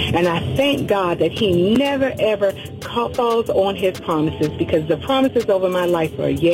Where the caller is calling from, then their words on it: Baltimore, Maryland, United States; I'm calling from Baltimore.